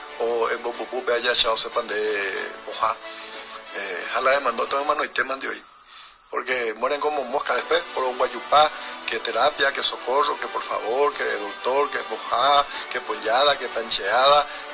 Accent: Paraguay; No me voy a callar como paraguayo.

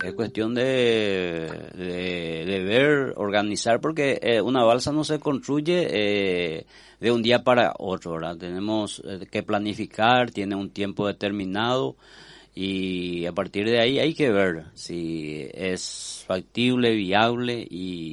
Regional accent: Maracayú, Canindeyú, Paraguay; seguir trabajando como maracayuense

